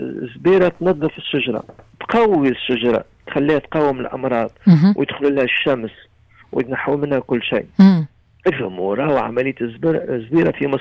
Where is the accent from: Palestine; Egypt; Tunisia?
Tunisia; بلدي تونس